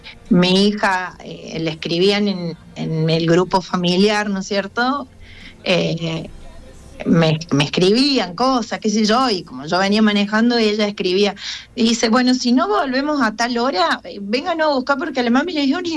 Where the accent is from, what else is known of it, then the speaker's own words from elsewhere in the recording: Despeñaderos, Córdoba, Argentina; yo soy de Despeñadero